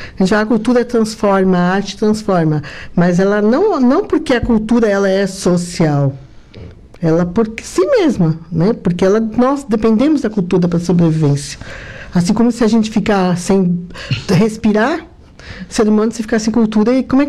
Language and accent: Portuguese; Santa Catarina, Brazil